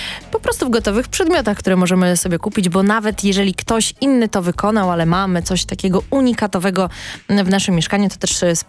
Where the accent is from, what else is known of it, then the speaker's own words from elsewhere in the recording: Podlaskie Voivodeship, Poland; Ja uczyłam się nawet plecionkarstwa, będąc w przedszkolu, a jestem z Podlasia, także i tam ta kultura dotarła.